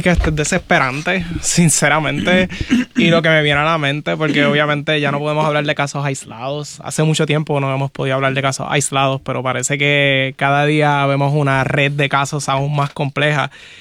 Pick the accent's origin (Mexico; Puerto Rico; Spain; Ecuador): Puerto Rico; como puertorriqueño ahora mismo, como joven